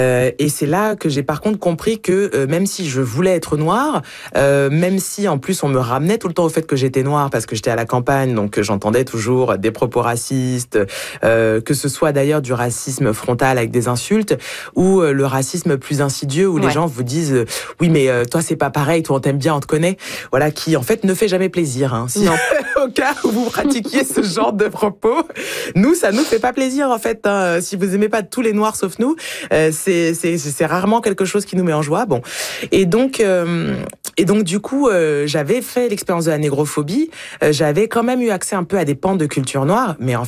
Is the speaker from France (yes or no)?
yes; France; born there; moi je suis née sous X en France